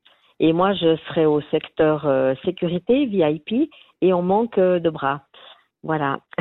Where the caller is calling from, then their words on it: Yverdon-les-Bains, Vaud, Switzerland; j'appelle du Nord Vaudois, à Yverdon, les Bains.